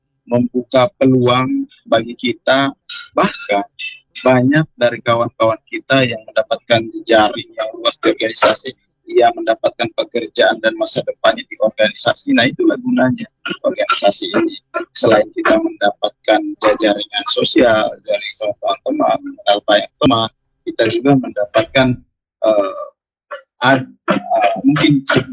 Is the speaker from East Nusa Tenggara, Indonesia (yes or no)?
yes; East Nusa Tenggara, Indonesia; moved away as an adult; now in Makassar, Indonesia; Apalagi saya ini asli orang NTT, hanya kuliah aja di Makassar.